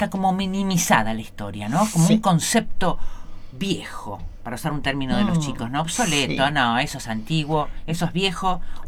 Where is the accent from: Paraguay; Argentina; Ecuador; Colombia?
Argentina; Nuestra realidad, nuestra identidad como argentinos.